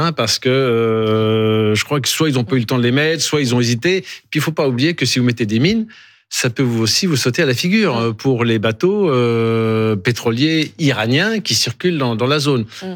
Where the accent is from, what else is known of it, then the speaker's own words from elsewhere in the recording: France; chez nous en France.